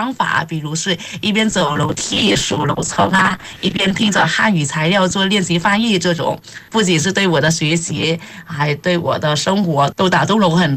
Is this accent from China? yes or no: no; Vietnam; Chinese is a second language; 因为在越南呢，一直以来中国电视剧在我们这边特别受欢迎的，我也就是看着中国电视剧长大的